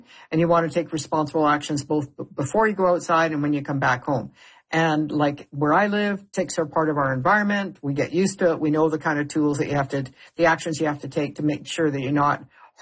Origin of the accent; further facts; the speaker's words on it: British Columbia, Canada; I come from the Cariboo, so definitely our dry, grassy areas are very prone for ticks